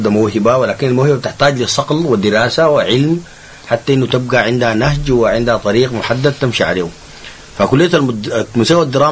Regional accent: Sudan; عندنا في السودان

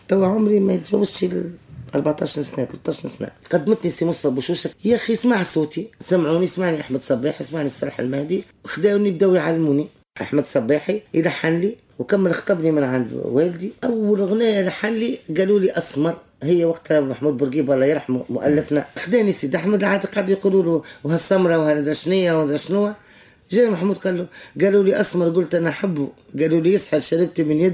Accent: Tunis, Tunis Governorate, Tunisia; born there; also born or lived in Beirut / Bizerte; كيف جينا احنا من بيروت؟ جينا بنزرت، حطت الباخرة حطت بينا في بنزرت، فمن غديك جينا سكنت بحت الإذاعة في نهج أثينا.

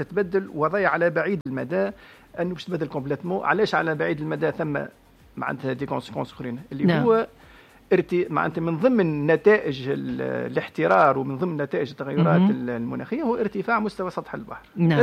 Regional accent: Tunisia; عندنا في تونس

